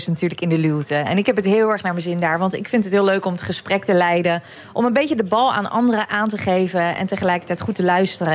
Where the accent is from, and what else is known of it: The Hague, South Holland, Netherlands